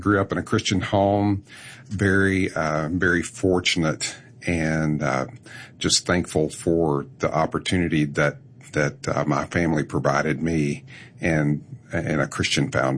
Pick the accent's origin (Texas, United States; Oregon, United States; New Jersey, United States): Texas, United States; Well, I grew up in the Texas Panhandle on our family farm there